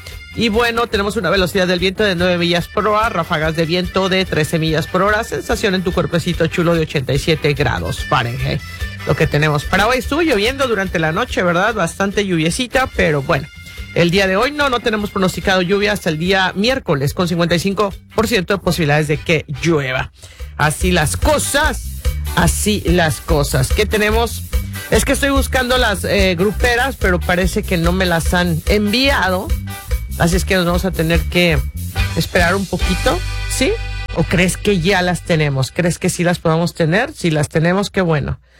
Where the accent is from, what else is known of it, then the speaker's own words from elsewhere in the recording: Mexico; No, pero soy mexicana, ¿cómo de que no?